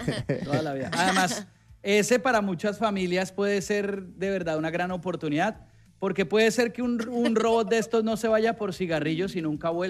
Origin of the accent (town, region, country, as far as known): Colombia